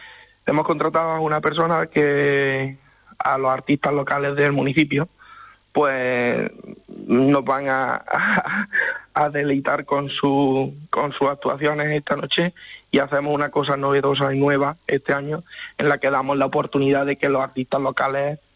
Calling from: Venta del Charco, Andalusia, Spain; los vecinos y vecinas de nuestro pueblo

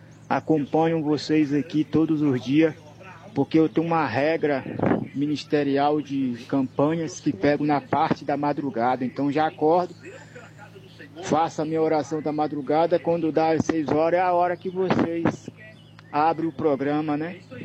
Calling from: Uberlândia, Minas Gerais, Brazil; aqui do estado de Minas Gerais, cidade de Urbelândia, diretamente do Monte Deus Proverá.

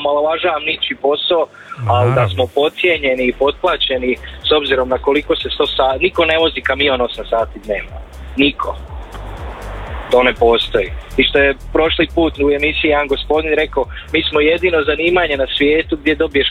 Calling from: Slavonia, Croatia; tu kod nas u Slavoniji

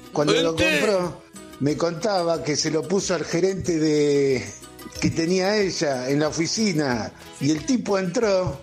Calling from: San Fernando, Buenos Aires Province, Argentina; de San Fernando.

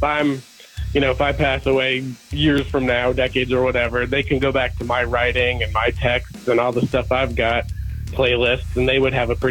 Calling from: Fayetteville, Georgia, United States

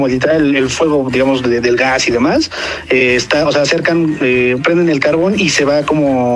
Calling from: Aguascalientes, Mexico; Del meritito Aguascalientes.

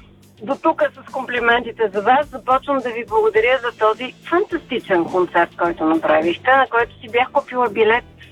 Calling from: Sofia, Sofia City, Bulgaria; И съм от София.

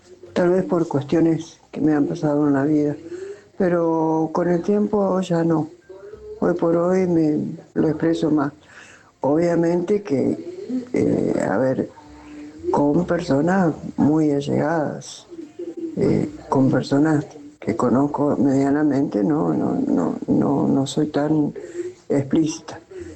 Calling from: Entre Ríos, Argentina; de Entre Ríos.

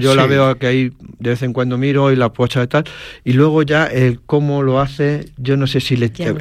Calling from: Madrid, Community of Madrid, Spain

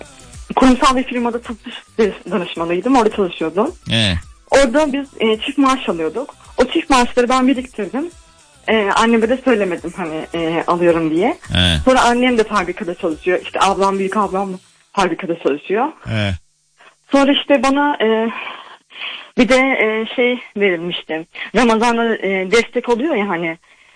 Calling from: Düzce, Turkey; Düzce'den arıyorum

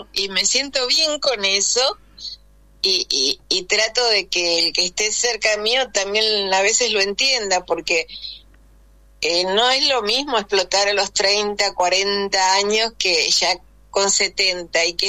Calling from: Merlo, Buenos Aires Province, Argentina; Soy de Merlo. De acá del oeste.

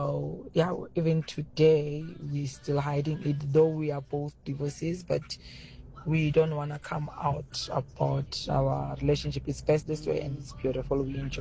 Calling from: Pretoria, Gauteng, South Africa; from Pretoria.

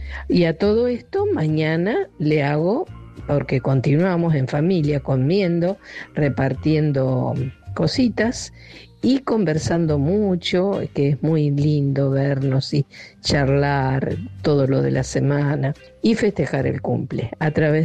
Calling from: Río Seco, Argentina; de Río Seco.

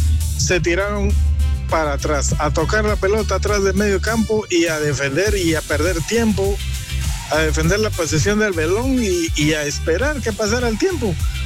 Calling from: Argentina; Yo soy argentina y soy Messi lover

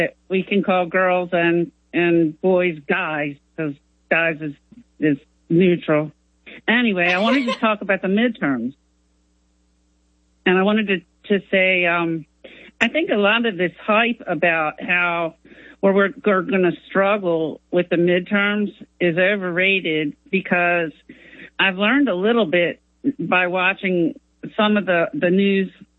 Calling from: Maryland, United States; I'm from Maryland.

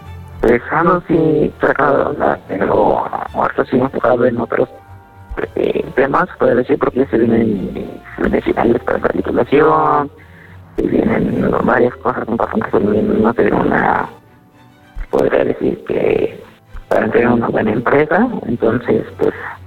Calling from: Puebla, Mexico; Sí, claro, soy de Puebla.

